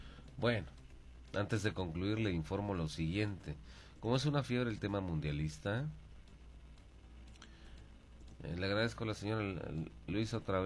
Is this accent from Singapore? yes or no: no; Mexico